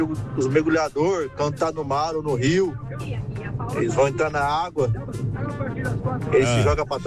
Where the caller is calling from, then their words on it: Nova Andradina, Mato Grosso do Sul, Brazil; sou de Nova Andradina, MS.